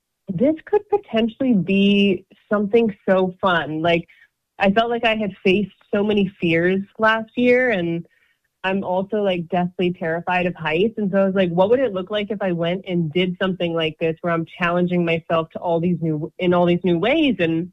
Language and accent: English; Edmonton, Alberta, Canada; primarily raised in Edmonton, but our family comes from all over Treaty 6 and Treaty 8 territory. So from Slave Lake to Lac St. Anne and up north in Fort Mackay and Fort McMurray